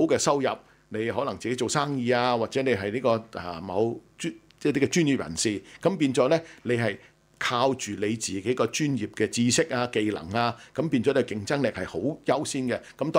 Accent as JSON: {"language": "Cantonese", "country": "China", "lives_now": "Australia", "said": "即係當然佢就唔係淨係指我哋中國人啊、亞洲人咧"}